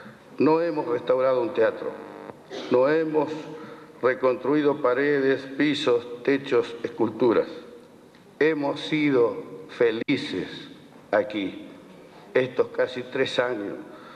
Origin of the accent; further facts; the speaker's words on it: Coronel Pringles, Buenos Aires Province, Argentina; mi pueblo de Coronel Pringles.